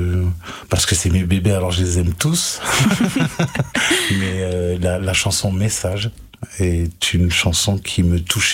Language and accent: French; Briey, Grand Est, France; précisément de Briey.